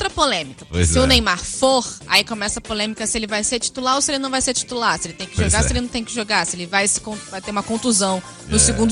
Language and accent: Portuguese; Rio de Janeiro, Brazil; Eu sou carioca de coração. Da Zona Norte, o meu chiado é um pouco pior do que o tradicional.